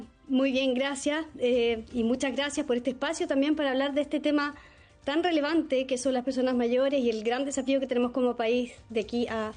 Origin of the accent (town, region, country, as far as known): Chile